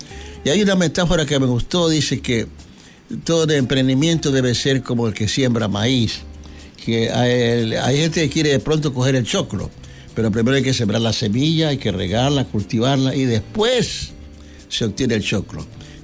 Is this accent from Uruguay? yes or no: no; Portoviejo, Manabí, Ecuador; born there; Recuerda mi infancia, yo vivía en El Papagayo mis primeros años